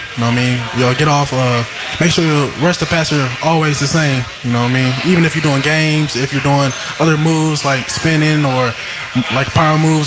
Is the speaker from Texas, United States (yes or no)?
yes; Houston, Texas, United States; also born or lived in New Orleans, Louisiana; But, Hurricane Katrina moved me to Houston, so when people ask me where I'm from, I'll probably say Houston, Texas.